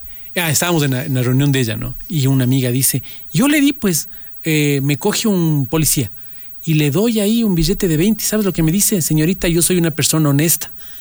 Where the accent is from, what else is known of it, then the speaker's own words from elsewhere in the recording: Quito, Pichincha, Ecuador; Yo, quiteño de bien, olvídate, yo soy quiteño de mal.